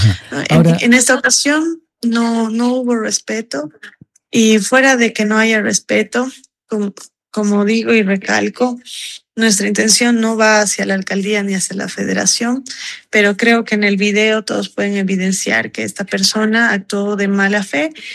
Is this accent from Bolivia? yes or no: yes; Bolivia; prácticamente todo mi personal, incluida yo, somos bolivianos.